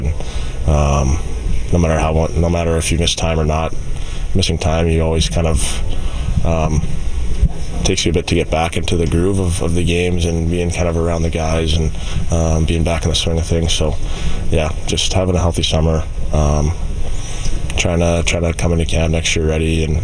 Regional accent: Western Canada, Canada; I mean, he's obviously a Western Canadian kid, and growing up in Western Canada, I always knew who he was

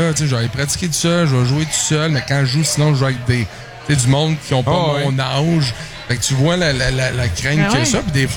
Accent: Quebec, Canada; moi, chez nous au Québec

